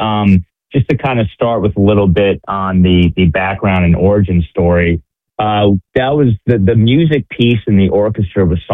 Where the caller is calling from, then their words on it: New York, United States; I'm calling in from New York.